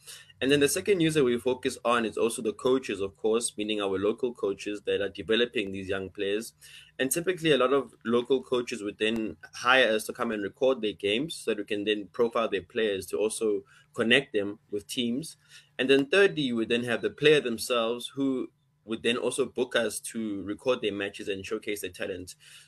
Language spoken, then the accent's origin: English; Soweto, Gauteng, South Africa; So I grew up in Soweto along with my co-founder, Simon.